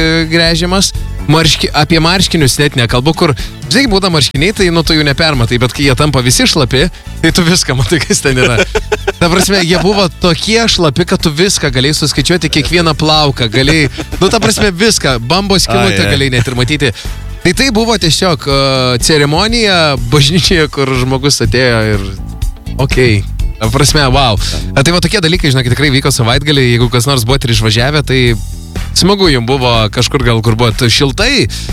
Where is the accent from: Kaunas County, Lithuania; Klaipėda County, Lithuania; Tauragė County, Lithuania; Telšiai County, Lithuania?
Klaipėda County, Lithuania; Klaipėda; kaip klaipėdiečiai